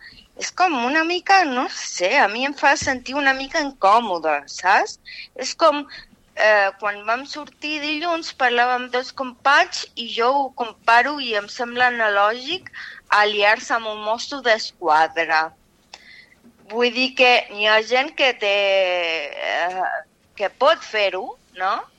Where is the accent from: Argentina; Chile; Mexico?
Chile; soy chilena